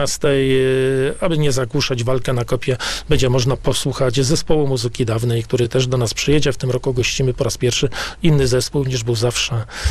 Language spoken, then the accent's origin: Polish; Pomeranian Voivodeship, Poland